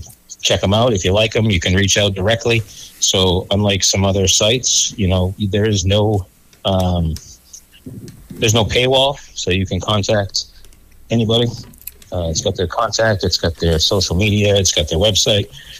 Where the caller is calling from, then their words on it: Dayton, Maine, United States; I am from Dayton, Maine.